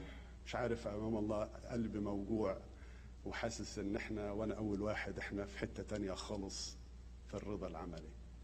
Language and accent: Arabic; Egypt; عندنا في مصر